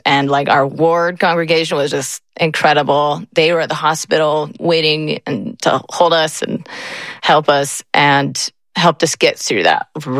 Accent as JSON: {"language": "English", "region": "Georgia", "country": "United States", "tie": "born there", "also_born_or_lived": "Pleasant Grove, Utah", "moved": "as an adult", "lives_now": "Decatur, Illinois, United States", "said": "And we lived there until I was 9. And then my family moved to Atlanta, just outside of Atlanta. We have a huge family. I'm number 4 of 11."}